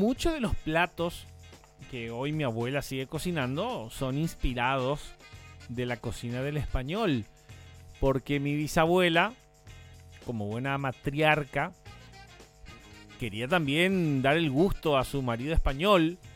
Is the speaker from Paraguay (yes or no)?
yes; Encarnación, Itapúa, Paraguay; born there; soy paraguayo, nacido en Encarnación, en un lejano 1988, en el barrio obrero, zona baja, Encarnacena. De ahí mi fanatismo a Cerro Porteño, porque he nacido en un barrio obrero también, pero en el sur del Paraguay.